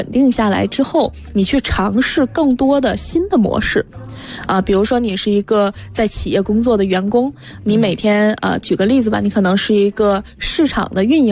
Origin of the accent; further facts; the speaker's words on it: China; 比如说我们中国人经常说鸡蛋不要放在同一个篮子里